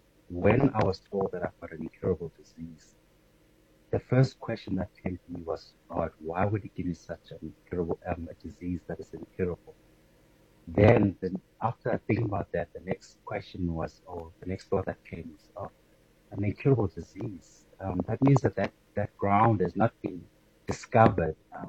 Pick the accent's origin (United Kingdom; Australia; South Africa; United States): South Africa; also born or lived in Ghana; I was born in Ghana. I stayed, let's say, 1 year, and then I moved straight to South Africa. So I don't really have a record of my Ghanaian background. And, I've lived with Tswanas, I've lived with Sotho's, I've lived with Xhosas.